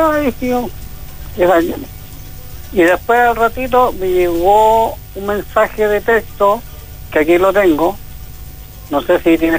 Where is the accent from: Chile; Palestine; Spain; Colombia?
Chile; Y yo, ciudadano chileno, y yo digo, sí, ¿por qué, señorita? Chile es un país hermoso.